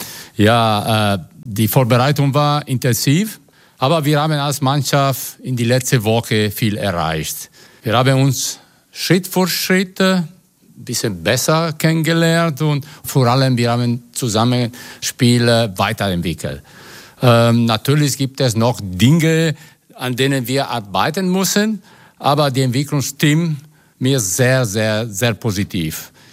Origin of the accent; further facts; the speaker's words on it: Italy; German is a second language; moved away as an adult; now in Germany; Ich komme aus Italien.